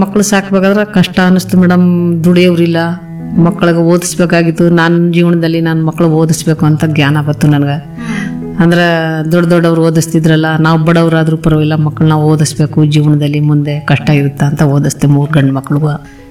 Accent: Siddapura, Karnataka, India; Siddapura ಪುಟ್ಟಿವೈ.

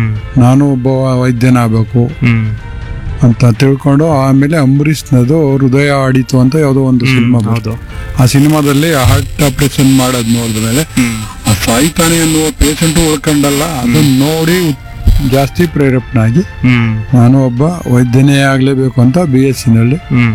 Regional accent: Mysore district, Karnataka, India; born there; also born or lived in Saragur / Chilkunda, Hunsur taluk; 6ನೇ ತರಗತಿವರೆಗೂ ನಮ್ಮ ಊರಿನಲ್ಲಿ ನಾವು ಪ್ರೈಮರಿ ಮತ್ತೆ ಮಿಡ್ಲ್ ಸ್ಕೂಲ್ ಇತ್ತು. 7ನೇ ತರಗತಿಗೆ ಸರಗೂರಿಗೆ ಬಂದು ಸೇರಿದ್ದೆ. 7, 8, 9 ಸರಗೂರಿನಲ್ಲಿ ಓದ್ದಾಯ್ತು. 10ನೇ ತರಗತಿಗೆ ಚಿಲ್ಕುಂದ, ಹುಣಸೂರು ತಾಲೂಕು.

